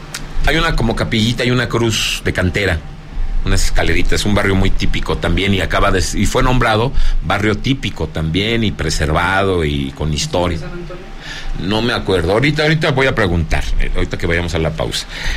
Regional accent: Zacatecas, Mexico; que por primera vez en la historia de mi tierra, Zacatecas, me están diciendo que hago la Alta Palmira

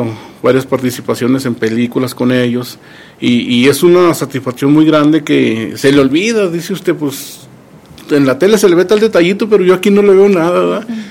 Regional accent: Fresnillo, Zacatecas, Mexico; Somos originarios de aquí de Fresnillo, Zacatecas.

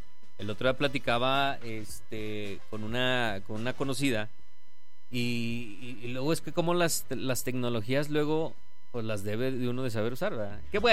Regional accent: Mexico; somos mexicanos

